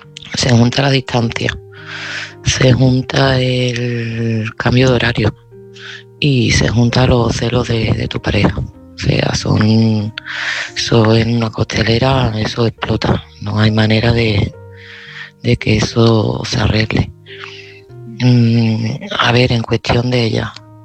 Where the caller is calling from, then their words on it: Seville, Andalusia, Spain; de Sevilla